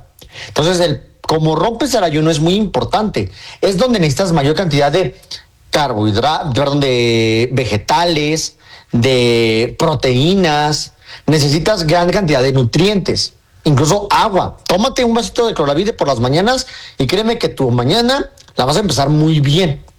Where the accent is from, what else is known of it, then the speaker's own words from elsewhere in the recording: Mexico; somos mexicanos y comemos tortilla.